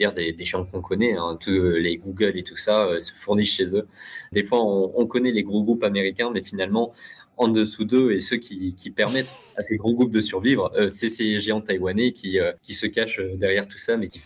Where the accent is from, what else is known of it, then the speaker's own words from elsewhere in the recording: France; c'est ce qu'on connaît le plus, nous, en tant que Français.